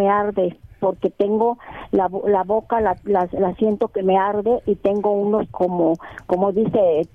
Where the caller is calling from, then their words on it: Saltillo, Coahuila, Mexico; hablo de Saltillo, Coahuila, doctor.